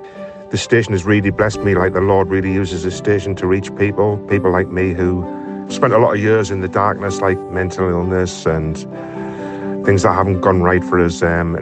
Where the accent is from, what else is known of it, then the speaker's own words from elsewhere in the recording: Gateshead, North East England, United Kingdom; I am from Gateshead.